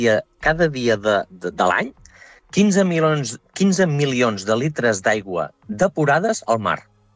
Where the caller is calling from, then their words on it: La Bisbal del Penedès, Catalonia, Spain; la Bisbal del Penedès